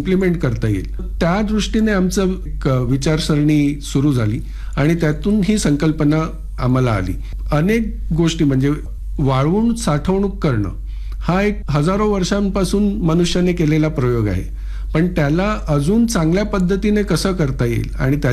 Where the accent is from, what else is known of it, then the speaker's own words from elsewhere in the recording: Maharashtra, India; आमचं गाव मुंबईपासून जवळ असल्याने नेहमी आम्ही गावाशी आणि शेतीशी जुळून राहिलो